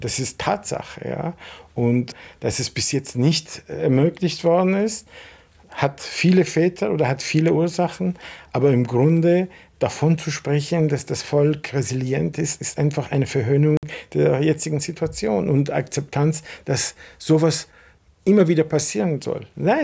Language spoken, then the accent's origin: German; Vienna, Austria